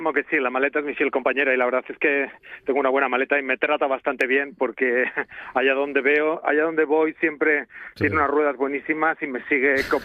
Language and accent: Spanish; Basque Country, Spain; porque como soy del País Vasco, pues me gusta comer bien y me gusta cocinar.